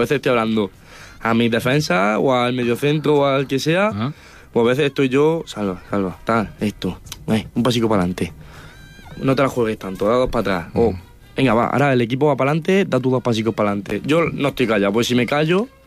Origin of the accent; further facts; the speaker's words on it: Villena, Valencian Community, Spain; yo sí que seguía al Villena, al final sigue siendo el equipo de mi pueblo.